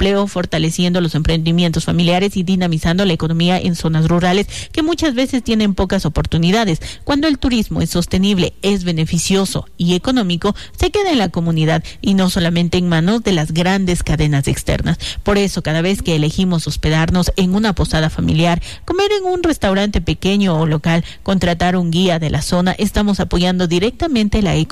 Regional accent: Ecuador; tenemos como ecuatorianos

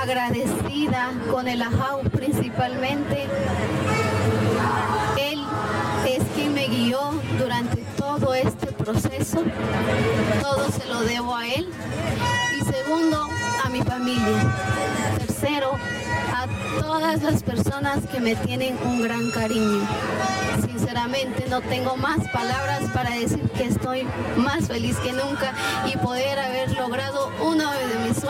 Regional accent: Guatemala; tengo 19 años y representé dignamente a mi querida comunidad Aldea Las Pacayas.

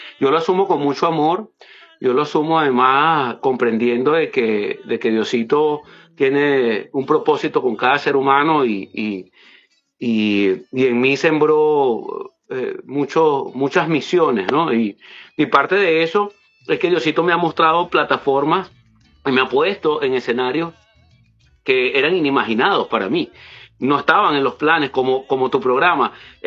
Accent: Venezuela; no llegas como venezolano, llegas como hispano, oriundo de Venezuela.

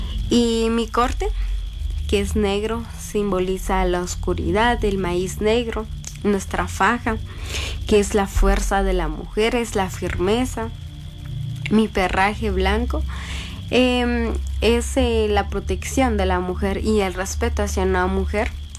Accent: Huitán, Quetzaltenango, Guatemala; más orgullosa que nunca de ser huitaneca de corazón y de ser guatemalteca

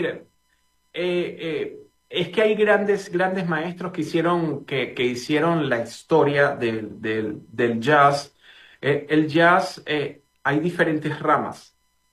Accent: Caracas, Capital District, Venezuela; now in United States; yo soy de Caracas, mis padres están allá.

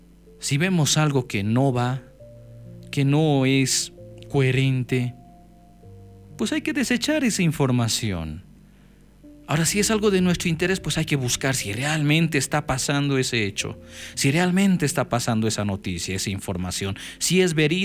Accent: Bolivia; Nosotros, como bolivianos, bolivianas.

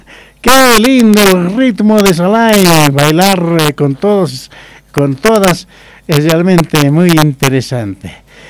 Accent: Santa Fe, Oruro, Bolivia; moved away; sabemos que somos de Santa Fe

